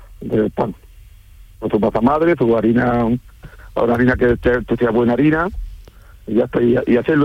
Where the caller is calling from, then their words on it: Montejícar, Andalusia, Spain; Aquí en la panadería. Estoy en Montejica, Granada.